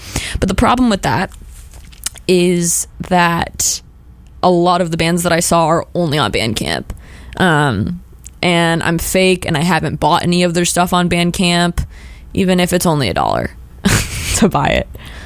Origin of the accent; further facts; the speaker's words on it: Buffalo, New York, United States; because I'm from Buffalo and Cleveland isn't too far from Buffalo, it's about 3 hours, closer than Albany is.